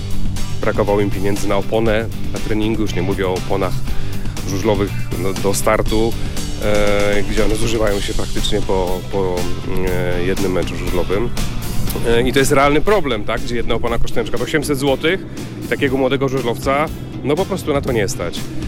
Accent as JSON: {"language": "Polish", "town": "Gorzów Wielkopolski", "region": "Lubusz Voivodeship", "country": "Poland", "said": "Tak, ja jestem z Gorzowa."}